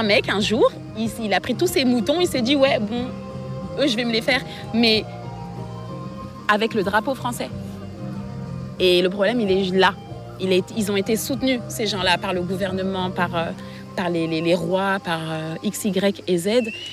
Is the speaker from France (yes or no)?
yes; France; je suis une personne qui est grandie, j'ai été élevée en France